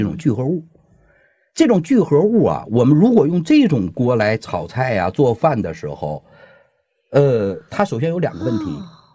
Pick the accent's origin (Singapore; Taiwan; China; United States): China